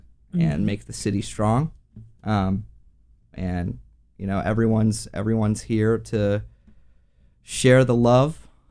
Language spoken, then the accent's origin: English; Chicago, Illinois, United States; Being a Chicagoan is being resilient. So that's what I found out in my 22 years of life.